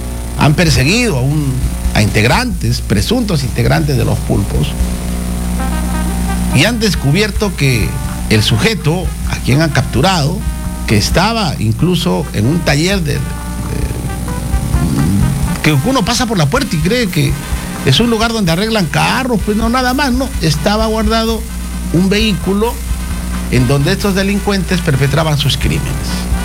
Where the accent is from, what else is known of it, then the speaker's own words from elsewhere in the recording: Peru; los únicos perdedores somos todos los peruanos.